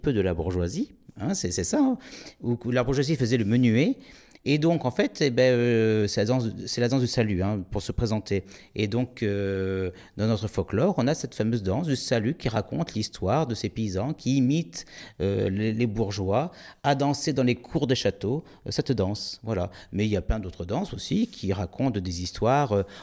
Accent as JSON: {"language": "French", "region": "Nouvelle-Aquitaine", "country": "France"}